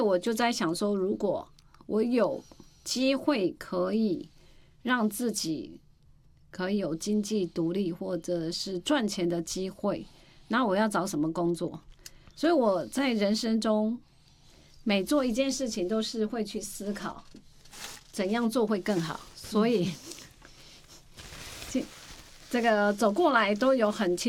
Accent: Hualien County, Taiwan; 我生长于那个台湾花莲，就是台湾的东部。好山好水，不过因为这个交通没有在大都市的便利

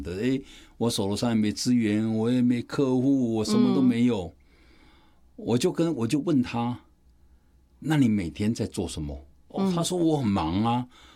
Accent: China; 我们中国人常常讲的一句话，说“谋事在人，成事在天”嘛。

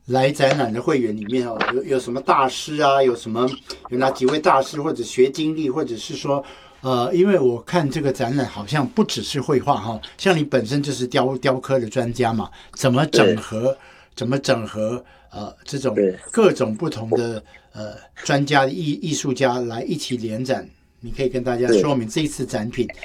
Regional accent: Tainan, Taiwan; 因为我的老家在台南哦，

